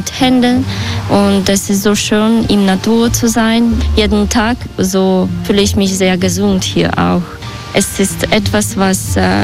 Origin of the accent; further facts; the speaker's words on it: Minsk, Belarus; accent: Russian; German is a second language; moved away as an adult; now in Buchholz, Germany; Ich komme aus Belarus, Minsk, und jetzt wohne ich in Buchholz, neben Steinhöfel.